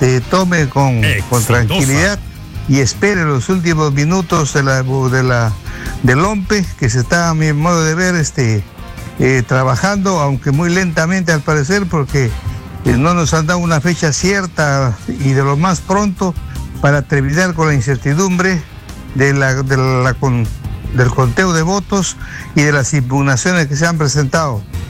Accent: Peru; los peruanos, que pasamos aquí una serie de inconvenientes para llevar el pan cada día.

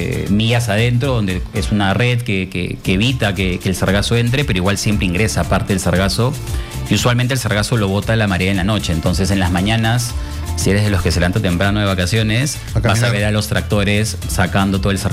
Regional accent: Peru; now in Lima, Peru; es algo que no existe en mi país

